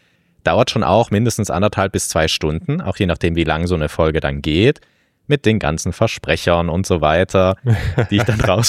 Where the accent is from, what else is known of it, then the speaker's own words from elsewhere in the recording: Trentino-Alto Adige, Italy; nehme ich euch mit in meine Heimat nach Südtirol